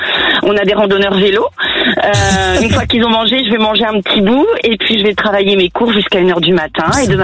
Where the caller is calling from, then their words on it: Brittany, France; Je suis en Bretagne